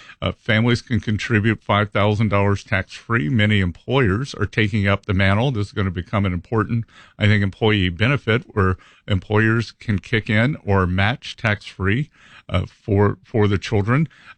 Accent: Little River, South Carolina, United States; moved away; I'm from Little River, South Carolina, which is now the gateway to Myrtle Beach.

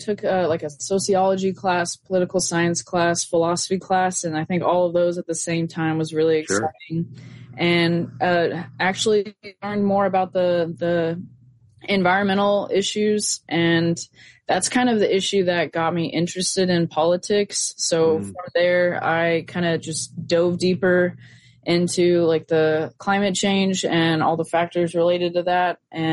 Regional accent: Indiana, United States; So I'm originally from Indiana

